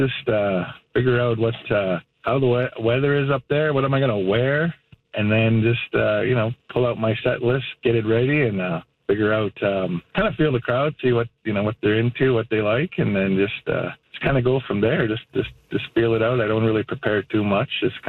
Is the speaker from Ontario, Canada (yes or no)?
no; Cluny, Alberta, Canada; I'm from Siksika Nation, Alberta, southern Alberta. It's we're the second largest reserve in Canada. It's, I grew up on the east side, a little place called Clooney, Alberta.